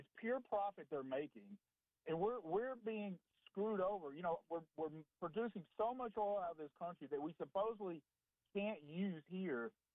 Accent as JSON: {"language": "English", "region": "Tennessee", "country": "United States", "said": "Well, let me tell you this. I'm from East Tennessee."}